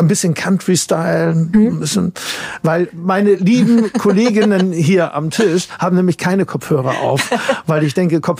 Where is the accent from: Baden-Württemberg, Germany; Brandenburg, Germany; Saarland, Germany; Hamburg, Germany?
Hamburg, Germany; Also ich bin ja hier in Hamburg groß geworden, sowohl in Eppendorf als auch auf St. Pauli. Ja. Und dann bin ich irgendwann mal auch nach Wedel gezogen und irgendwann mal war ich in Harburg draußen.